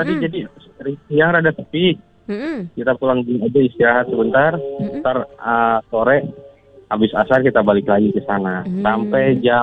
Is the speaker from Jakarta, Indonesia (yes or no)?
yes; Jakarta, Indonesia; Biarpun kita anak Betawi